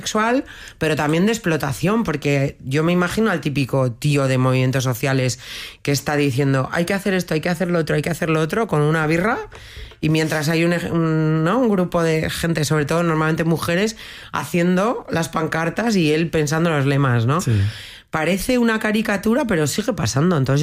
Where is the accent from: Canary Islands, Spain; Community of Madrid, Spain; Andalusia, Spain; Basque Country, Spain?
Basque Country, Spain; Bilbao; Pero, ¿por qué sois así? Pues porque somos gente peleona, porque vivir en Bilbao es